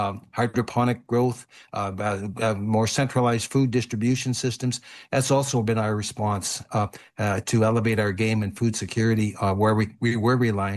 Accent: Canada; Oh, I'm very worried. I am, as a Canadian.

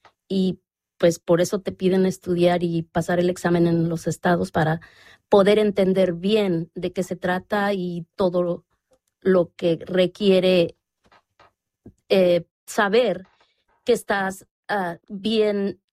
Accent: Mexico; moved away as an adult; now in Bloomington, United States; soy originaria y orgullosamente de México. Llevo en Bloomington más de 20 años.

